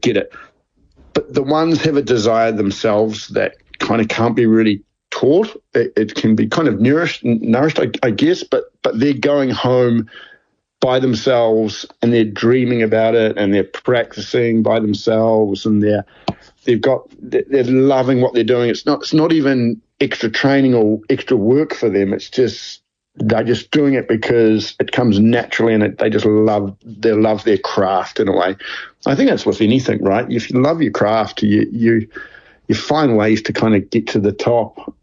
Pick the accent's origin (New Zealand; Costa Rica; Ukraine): New Zealand; But like, growing up in New Zealand, they were kind of like, hey, you know, settle down